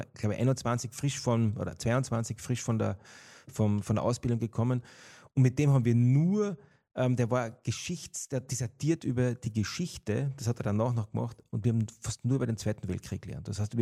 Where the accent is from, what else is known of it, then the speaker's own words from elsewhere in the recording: Bad Kleinkirchheim, Carinthia, Austria; Ich komme aus Bad Kleinkirchheim. Ursprünglich bin ich aufgewachsen dort und auch geboren und bin in Radenthein in die Hauptschule gegangen.